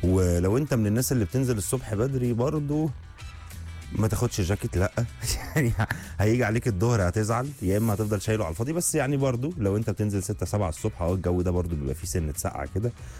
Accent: Egypt; لينا كلنا كمصريين

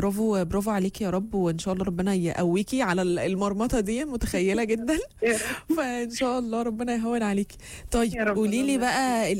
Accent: Egypt; احنا كمصريين

